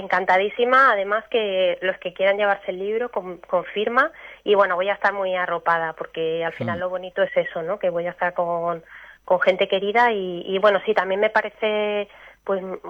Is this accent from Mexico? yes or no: no; Madrid, Community of Madrid, Spain; moved away; yo me he criado en Madrid